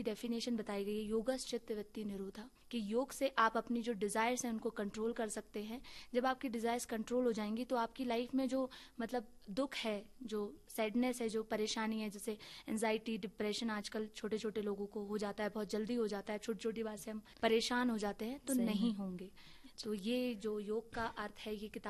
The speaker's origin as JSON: {"language": "Hindi", "town": "Agra", "region": "Uttar Pradesh", "country": "India", "moved": "yes", "lives_now": "Kargil, India", "said": "मैं आगरा उत्तर प्रदेश से आती हूँ"}